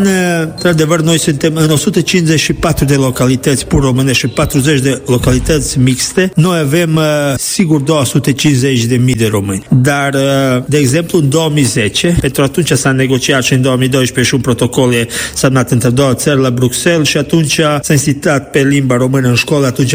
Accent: Serbia

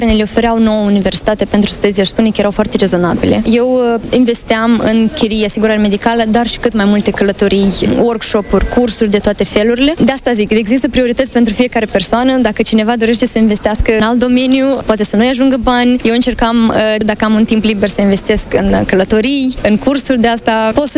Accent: Moldova; noi ca moldoveni

